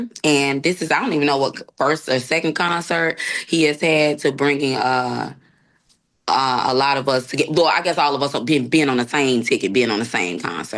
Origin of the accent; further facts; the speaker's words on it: Chicago, Illinois, United States; I'm from Chicago, but it was in a suburb of Chicago